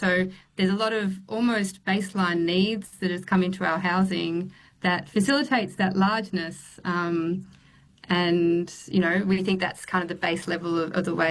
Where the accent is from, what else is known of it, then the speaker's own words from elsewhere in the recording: Melbourne, Victoria, Australia; I'm from Melbourne